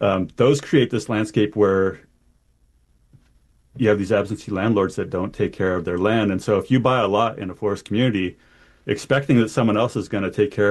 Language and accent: English; Lassen County, California, United States; I'm from Lassen County, have family in Plumas County.